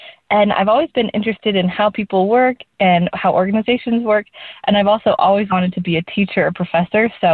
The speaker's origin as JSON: {"language": "English", "town": "Salt Lake City", "region": "Utah", "country": "United States", "said": "from Salt Lake City, Utah"}